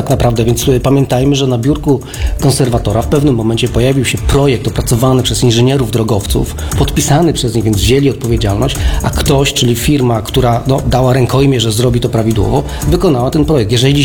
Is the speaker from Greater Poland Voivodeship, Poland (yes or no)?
no; Wrocław, Lower Silesian Voivodeship, Poland; jako wrocławianin